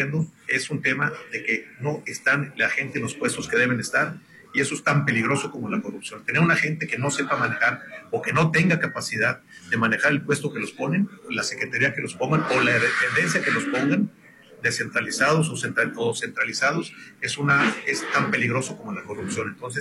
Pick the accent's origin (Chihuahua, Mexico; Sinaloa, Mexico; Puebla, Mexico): Sinaloa, Mexico; Yo primero que todo soy sinaloense, yo estoy por mi estado, obviamente.